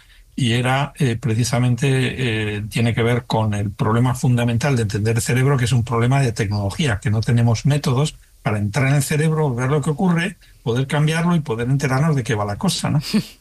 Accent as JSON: {"language": "Spanish", "country": "Spain", "moved": "yes", "said": "lo que llevo haciendo toda mi vida en ciencia desde que salí de España, es precisamente esto, fabricar nuevos métodos para estudiar el cerebro."}